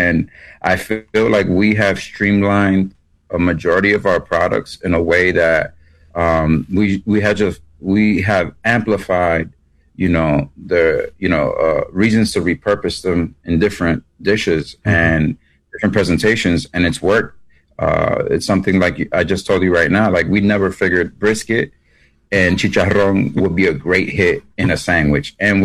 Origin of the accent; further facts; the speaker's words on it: New York, United States; Well, I feel like I'm from New York. So like I'm from New York.